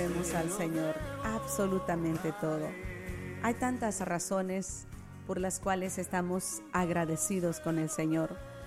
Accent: El Salvador; now in United States; Cuando nosotros llegamos de El Salvador, llegamos al estado de Texas, y los trabajos que tuve aquí, me acuerdo que pues yo era menor de edad

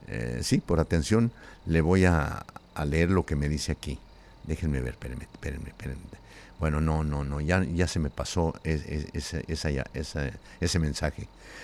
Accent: Tlaltenango de Sánchez Román, Zacatecas, Mexico; moved away; saludos, Humberto, desde, déjenme ver, desde Tlaltenango.

